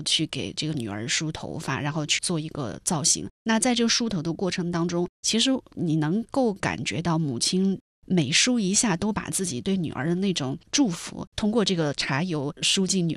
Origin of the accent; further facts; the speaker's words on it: China; 我们中国人